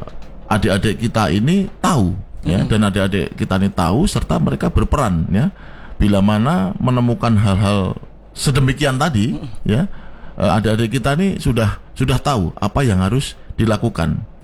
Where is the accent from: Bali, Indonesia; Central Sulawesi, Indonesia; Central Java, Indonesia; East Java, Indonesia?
Central Java, Indonesia; Salatiga; Oh, Magelang. Tetanggaku tuh aku Salatiga tuh.